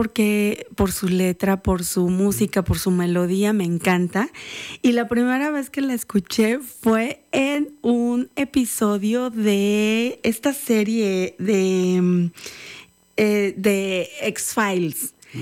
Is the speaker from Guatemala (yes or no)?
no; Lechuguillas, Veracruz, Mexico; De allá soy. Y justamente la siguiente canción tiene mucho que ver con ese espacio en donde yo crecí, cerca de la playa, que no es un ambiente tan hawaiano, pero sí costeño veracruzano.